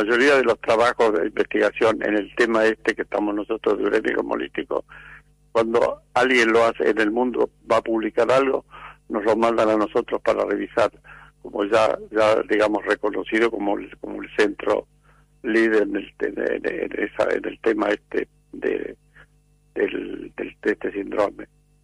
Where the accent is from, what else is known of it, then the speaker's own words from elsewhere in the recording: La Quiaca, Jujuy, Argentina; Bueno, digo, nací en La Quiaca, quiere que le diga, soy jujeño.